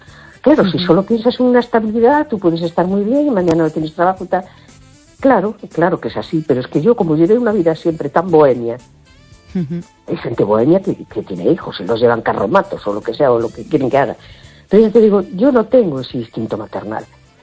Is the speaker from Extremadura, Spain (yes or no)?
no; A Coruña, Galicia, Spain; Perdón, ay … de la Coruña.